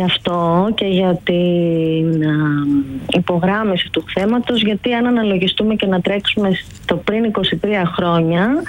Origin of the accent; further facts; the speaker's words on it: Athens, Attica, Greece; moved away as an adult; now in Tinos, Greece; δεν μπορώ να σας πω ότι μου άρεσε ιδιαίτερα η Αθήνα ποτέ, παρότι γεννήθηκα και μεγάλωσα εδώ